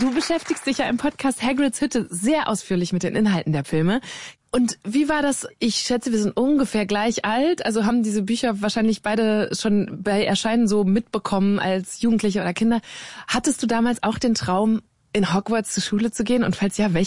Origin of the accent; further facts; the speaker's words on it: Borken, North Rhine-Westphalia, Germany; Land aufgewachsen, so viel. Ja, aber was ich da jetzt drauf einzahlen lasse, weil, also bei mir auf dem Land gab's die Buchhandlung Der Buchladen im Borken im Westfalen von Frau Balken.